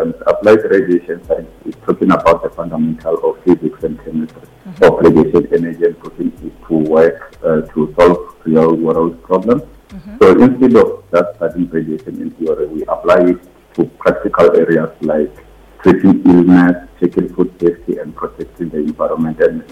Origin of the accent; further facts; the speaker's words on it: Venda, Limpopo, South Africa; I'm from Madumbija, Limpopo, in Venda.